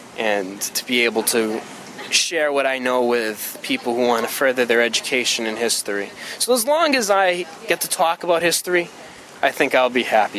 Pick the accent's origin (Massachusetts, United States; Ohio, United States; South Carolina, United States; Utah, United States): Massachusetts, United States; Freetown; I am from Freetown, which is not too far away from here. So I've always kind of been in this area. But ironically, even though I grew up here